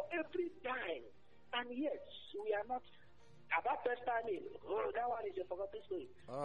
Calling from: Aba, Abia, Nigeria; I'm calling from Abba.

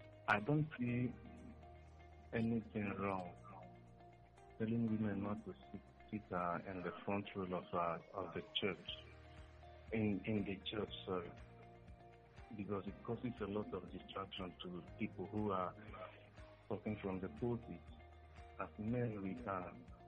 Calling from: Aba, Abia, Nigeria; I'm calling from Aba.

